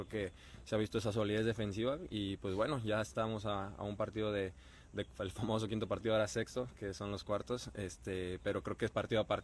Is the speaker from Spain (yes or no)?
no; Mexico; La verdad nos da mucho gusto como mexicanos, ahorita que todos estamos viendo el Mundial